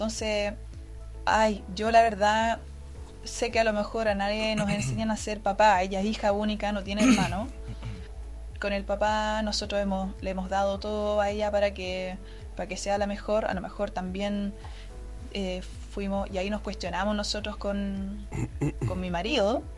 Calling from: Santiago, Santiago Metropolitan Region, Chile; Yo soy de Santiago.

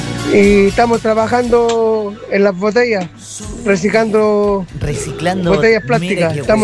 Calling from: Rinconada, Valparaíso, Chile; de Rinconada de los Andes.

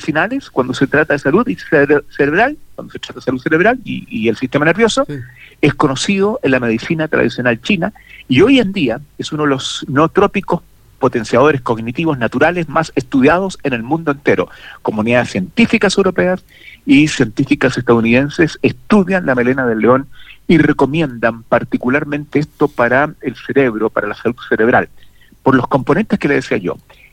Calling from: Valparaíso, Chile

